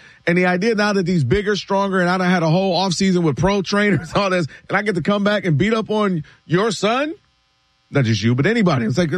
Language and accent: English; Ann Arbor, Michigan, United States; I'm born and raised in Ann Arbor.